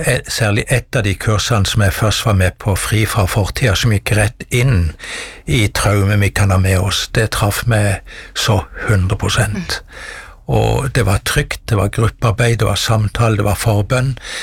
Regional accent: Mandal, Agder, Norway; i Mandal der jeg vokste opp.

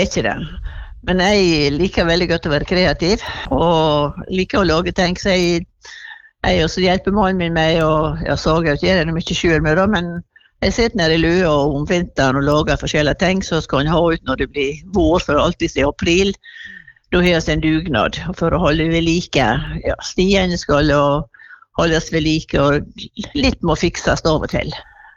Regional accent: Netherlands; now in Norway; da er jeg fra Nederland.

